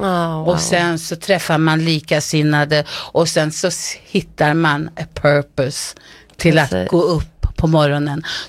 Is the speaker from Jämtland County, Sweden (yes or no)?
no; Vingåker, Södermanland, Sweden; jag är uppvuxen utanför Vingåker, men jag gick ju i skolan i Vingåker.